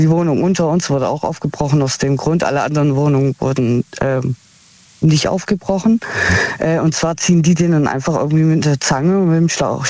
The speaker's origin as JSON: {"language": "German", "town": "Heilbronn", "region": "Baden-Württemberg", "country": "Germany", "said": "Aus Heilbronn."}